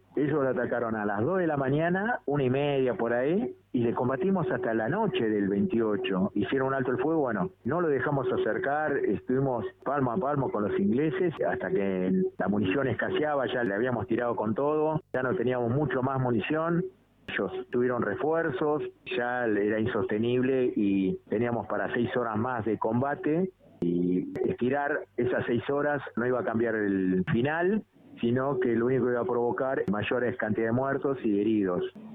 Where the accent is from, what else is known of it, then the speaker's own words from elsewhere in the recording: Argentina; Yo quiero que los recuerden como argentinos que fuimos a defender la patria.